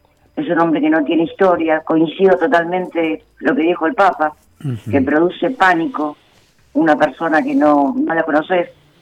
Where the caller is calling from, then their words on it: Villa Urquiza, Buenos Aires, Argentina; de Villa Urquiza.